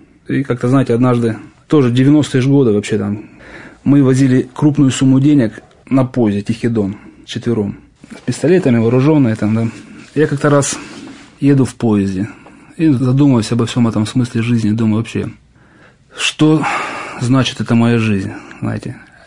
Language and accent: Russian; Rostov-on-Don, Rostov Oblast, Russia; Я сам из Ростова, да, кстати.